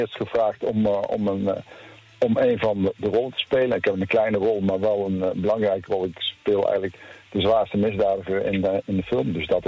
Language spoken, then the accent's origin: Dutch; Groesbeek, Gelderland, Netherlands; also born or lived in Zwolle / Hardenberg; now in near Gramsbergen, Netherlands; ik ben eigenlijk opgegroeid in Groesbeek bij Nijmegen. Daar liggen mijn roots eigenlijk.